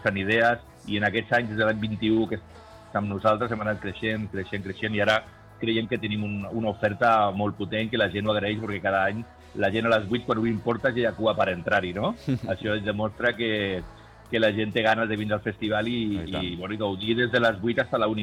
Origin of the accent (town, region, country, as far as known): Catalonia, Spain